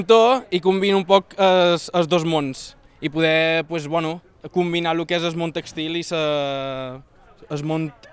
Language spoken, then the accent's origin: Catalan; Mahón, Balearic Islands, Spain; moved away; also born or lived in Valencia, Spain; la meva ciutat natal